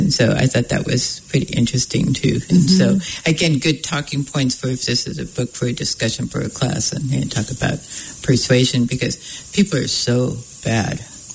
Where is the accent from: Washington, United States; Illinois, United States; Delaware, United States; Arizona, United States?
Washington, United States; Spangle; I'm from Spangle, which is about 20 miles south of here.